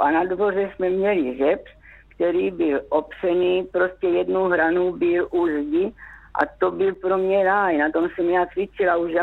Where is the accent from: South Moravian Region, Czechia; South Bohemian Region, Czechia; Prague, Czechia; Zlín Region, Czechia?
Zlín Region, Czechia; Kunovice; Já pocházím z Kunovic.